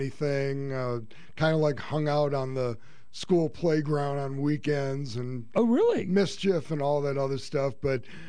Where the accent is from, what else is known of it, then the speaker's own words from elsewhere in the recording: Detroit, Michigan, United States; Suburban Detroit.